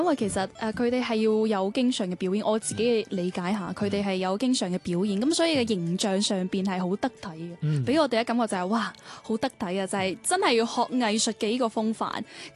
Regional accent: Guangdong, China

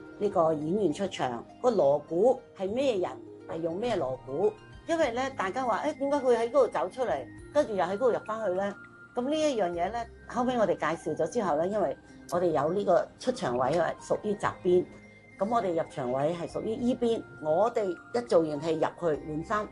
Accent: Macau; 我呢就是澳门啦，土生土长的，咁但系咧就系我系佛山人

